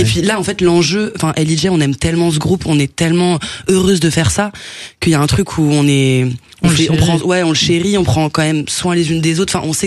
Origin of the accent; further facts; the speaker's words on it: Saint-Denis, Île-de-France, France; On a grandi à Saint-Denis dans le 93.